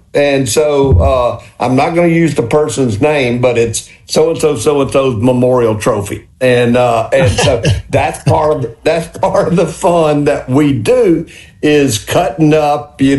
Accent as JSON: {"language": "English", "region": "Mississippi", "country": "United States", "tie": "born or raised there", "said": "I grew up in Walthall County on a farm"}